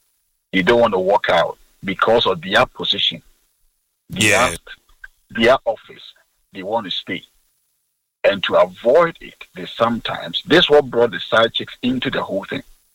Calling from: East Legon, Greater Accra, Ghana; Okay, I'm calling from East Legon.

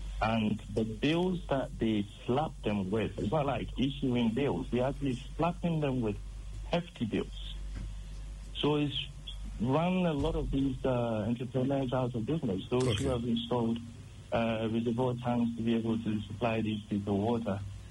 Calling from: Tema, Greater Accra, Ghana; I'm calling from Tema, County 25.

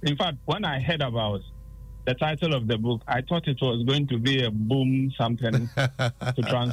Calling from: Tema, Greater Accra, Ghana; I'm calling from Tema.

